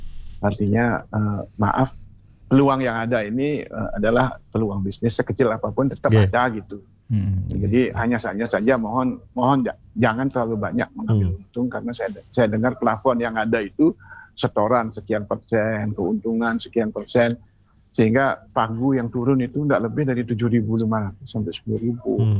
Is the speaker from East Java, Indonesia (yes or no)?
no; Bangli, Bali, Indonesia; moved away; kampung saya di Bangi